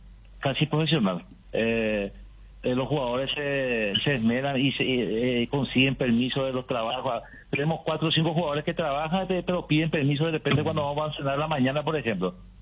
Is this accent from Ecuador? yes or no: no; Pastoreo, Itapúa, Paraguay; yo soy de Pastoreo, la ciudad de Pastoreo.